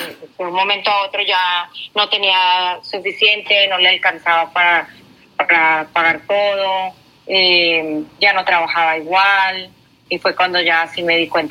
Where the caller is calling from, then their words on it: Totana, Region of Murcia, Spain; De Totana.